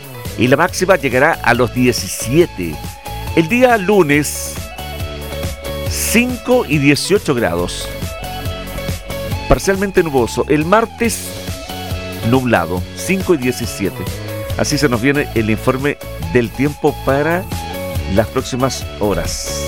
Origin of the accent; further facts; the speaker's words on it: Chile; como buenos chilenos dejamos todo para último día